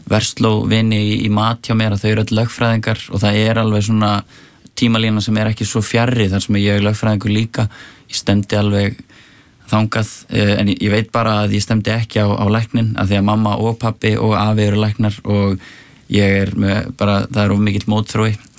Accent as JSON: {"language": "Icelandic", "town": "Árbær", "region": "Capital Region", "country": "Iceland", "tie": "born or raised there", "said": "og svo er ég náttúrulega alveg upp í Árbæ"}